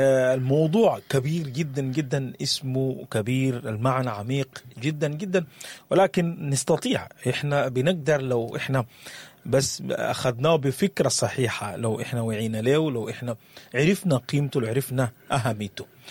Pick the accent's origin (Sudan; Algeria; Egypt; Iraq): Sudan